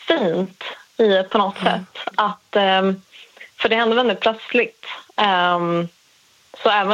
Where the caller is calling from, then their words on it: Stockholm, Stockholm County, Sweden; jag är från Stockholm.